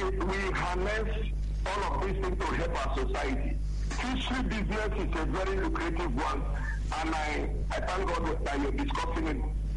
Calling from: Niger State, Nigeria; I'm calling from Abe in Niger State.

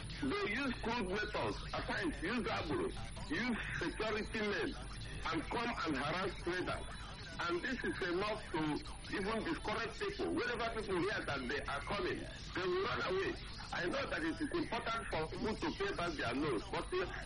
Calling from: Owerri, Imo, Nigeria; I'm calling from Owerri in Imo State.

